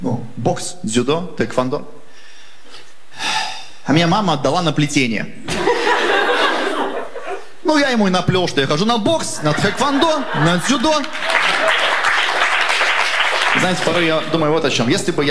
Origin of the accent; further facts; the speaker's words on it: Chita, Zabaykalsky Krai, Russia; now in Moscow, Russia; я из Читы, но не все в Москве знают, что есть такой город. И когда я говорю, я из Читы, мне говорят, из какой Читы?